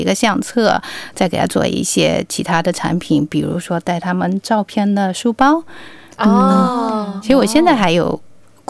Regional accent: Jiangsu, China; moved away as an adult; now in Adelaide, Australia; 因为我呢是来自于江苏，2009年的时候登陆我们阿德，那么我挺喜欢这个城市，因为阿德跟我们的家乡基本上差不多大小的

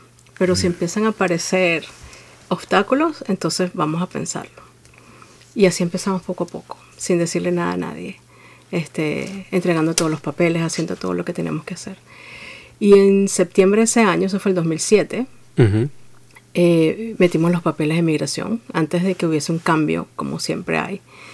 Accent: Venezuela; moved away as an adult; now in Australia; Bueno, yo nací, me crié en Venezuela, al norte de Sudamérica. Y me vine a Australia en el 2008. Ya este año van a ser 18 años

